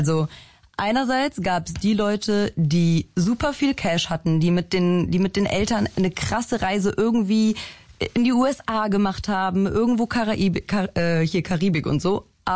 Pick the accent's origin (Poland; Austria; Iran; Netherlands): Poland; now in Germany; Ja, ich bin Polin. Ist die zweitgrößte Migrantengruppe in Deutschland. Also ich bin nicht alleine.